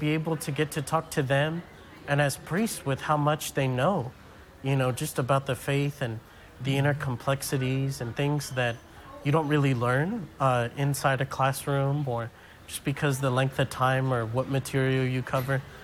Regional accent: San Antonio, Texas, United States; born there; I was born here in San Antonio, actually.

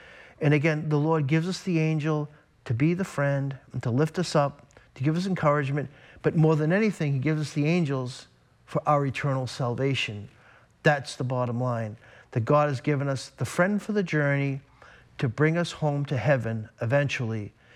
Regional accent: Boston, Massachusetts, United States; I grew up in the Boston area.

